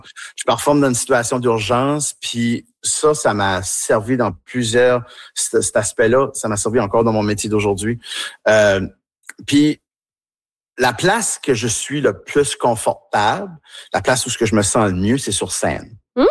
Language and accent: French; Tracadie, New Brunswick, Canada; accent: Tracadie; quand je suis avec eux autres, ben, je parle avec mon accent tracadie un peu plus, puis je me laisse aller.